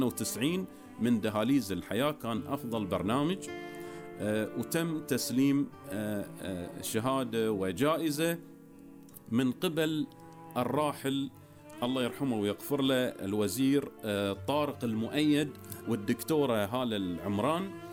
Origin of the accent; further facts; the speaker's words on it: Bahrain; حبا من ابن البحرين لأهلنا في الكويت، أن احنا معاكم كبحرينيين، كخليجيين،